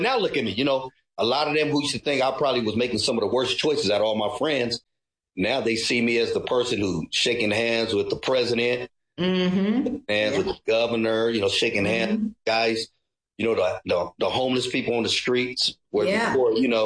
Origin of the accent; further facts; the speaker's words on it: Philippines; me being a Filipino, I was raised as a Catholic, and I'm not here to knock Catholic. And so when I would go to church, they would bring me to St. Joseph Church near my neighborhood.